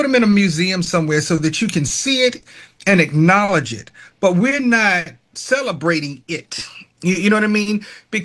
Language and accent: English; Richmond, Virginia, United States; Being from Richmond, I grown up, born and raised in Richmond and all.